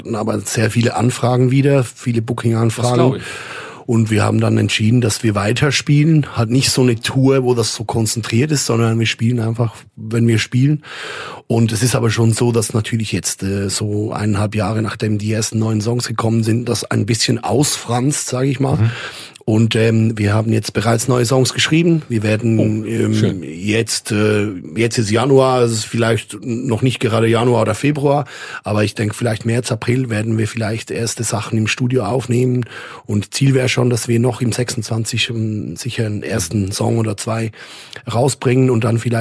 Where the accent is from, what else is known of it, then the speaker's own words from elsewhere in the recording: Vitznau, Lucerne, Switzerland; ich bin ja tatsächlich im Hotel Vietznauer Hof aufgewachsen, ja.